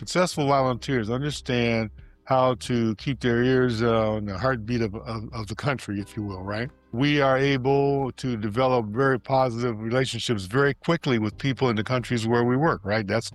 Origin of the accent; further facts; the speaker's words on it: Chicago, Illinois, United States; also born or lived in Dominican Republic; So that was a revelation to people I grew up with in Chicago and my family.